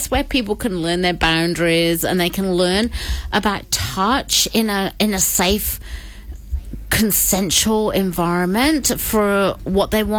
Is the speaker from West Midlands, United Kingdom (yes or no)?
yes; Birmingham, West Midlands, United Kingdom; accent: Birmingham; Where I come from, Birmingham.